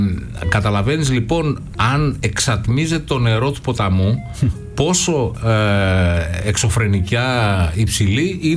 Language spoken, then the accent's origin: Greek; Greece; σε μία θάλασσα η οποία εμείς ως Έλληνες ούτε καν θα καταδεχόμασταν να μπούμε.